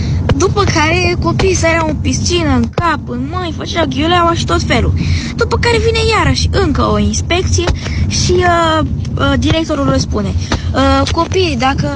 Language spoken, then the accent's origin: Romanian; Iași, Iași County, Romania; Bună, Biții … din Iași și vreau să spun o glumă despre școală.